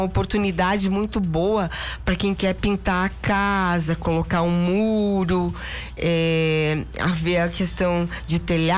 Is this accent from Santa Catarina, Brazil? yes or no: yes; São Joaquim, Santa Catarina, Brazil; nós somos aqui de São Joaquim 7 pessoas